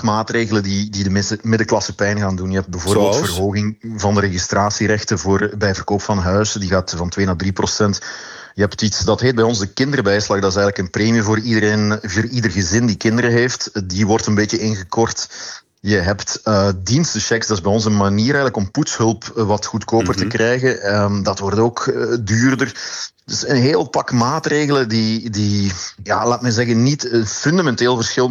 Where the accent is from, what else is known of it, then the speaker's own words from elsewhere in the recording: Flanders, Belgium; wij in Vlaanderen